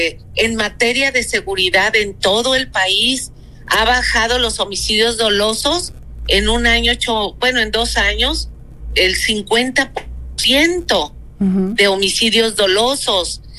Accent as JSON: {"language": "Spanish", "country": "Mexico", "said": "Como mexicanos debemos de estar unidos"}